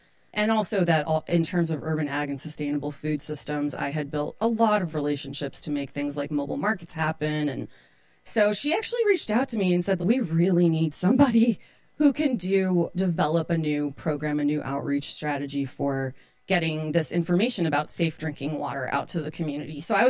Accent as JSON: {"language": "English", "town": "Boston", "region": "Massachusetts", "country": "United States", "tie": "born there", "also_born_or_lived": "Mexico City", "said": "my parents are both from the Dominican Republic, and then we moved here in 89, moved to Boston. My dad got a job there. I was born in Mexico City because my parents were working in Mexico City before they decided to move to the U.S."}